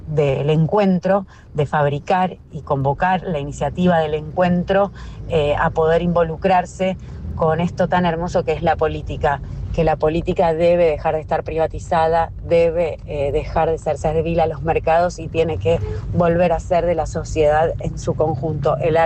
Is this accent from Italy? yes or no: no; Argentina; yo soy una mujer argentina de 45 años